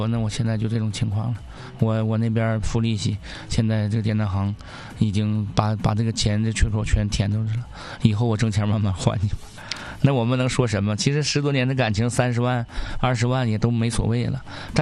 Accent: Northeast China, China; accent: Northeastern dialect

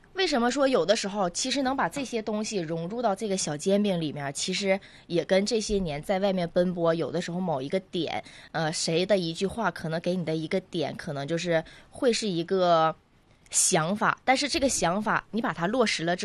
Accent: Songjianghe, Jilin, China; 到咱们松江河来做客，到咱们当地来吃，我们当地人是很热情的。

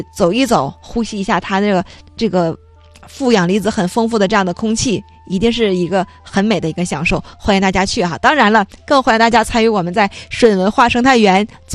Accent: Jilin, China; 那对于我们吉林人而言

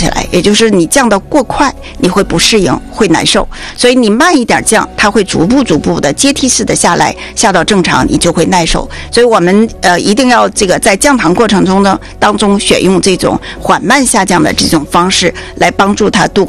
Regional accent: China

